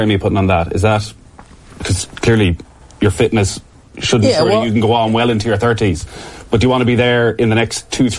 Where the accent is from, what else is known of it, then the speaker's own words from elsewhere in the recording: County Mayo, Ireland; Like, I grew up in Mayo, and absolutely, like, the north was somewhere all you knew was we weren't going there.